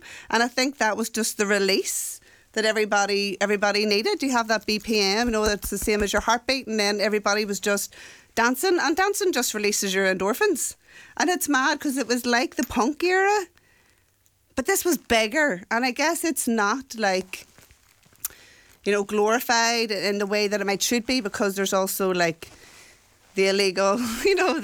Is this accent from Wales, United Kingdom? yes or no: no; Belfast, Northern Ireland, United Kingdom; Yeah, I'm up from West Belfast, so would have popped down to the Definition and stuff like that.